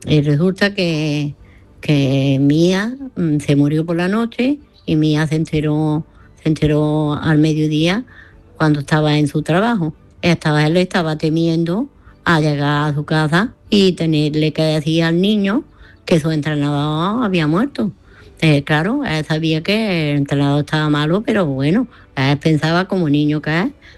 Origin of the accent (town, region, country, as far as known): Granada, Andalusia, Spain